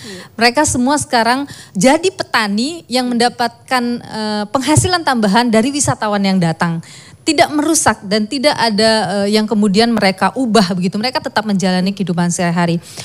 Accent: Buleleng, Bali, Indonesia; di desa Les di Bali, di Buleleng kampung saya

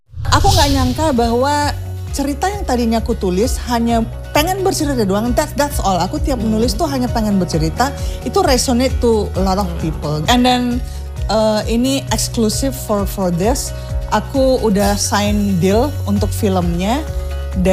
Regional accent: Medan, North Sumatra, Indonesia; itu aku putuskan untuk donate ke taman bacaan dan perpustakaan yang ada di Sumatera Utara karena aku dari Medan

